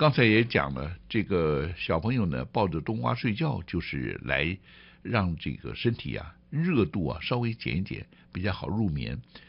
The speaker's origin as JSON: {"language": "Chinese", "country": "Taiwan", "said": "很多我们台湾人呢"}